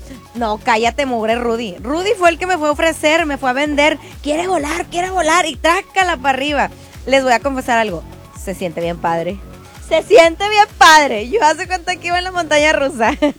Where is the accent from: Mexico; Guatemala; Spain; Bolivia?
Mexico; Me encanta este feeling que todos como mexicanos estamos agarrando a raíz de estos primeros tres partidos de la selección.